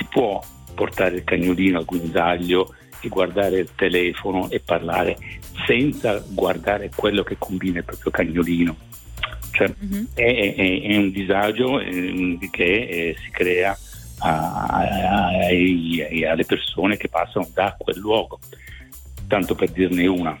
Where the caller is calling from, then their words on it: Agrate Brianza, Lombardy, Italy; Io abito ad Agate Brianza.